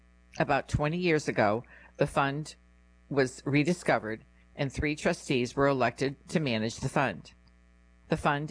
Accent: Southwick, Massachusetts, United States; As a lifelong resident of Southwick, I grew up on Congammon Lake and graduated from the Southwick Regional School District. This community has always been home to me

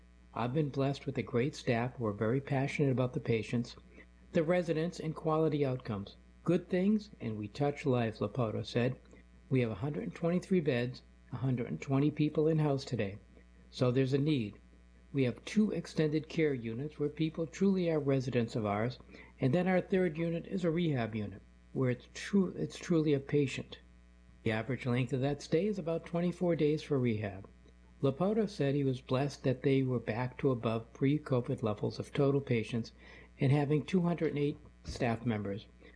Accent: Wilbraham, Massachusetts, United States; I love the community growing up in Wilbraham.

